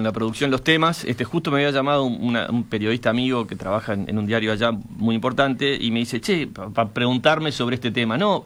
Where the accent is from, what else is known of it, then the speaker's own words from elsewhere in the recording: Uruguay; Señores, ¿qué nos está pasando como uruguayos?